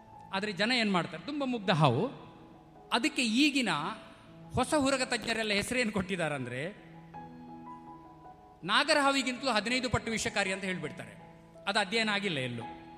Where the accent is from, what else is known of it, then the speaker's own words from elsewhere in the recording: Karnataka, India; ನಮ್ಮ ಊರಲ್ಲಿ ನಿಟ್ಟೂರು ಅಂತೆಲ್ಲ ಒಂದು ಏರಿಯಾ ಇದೆ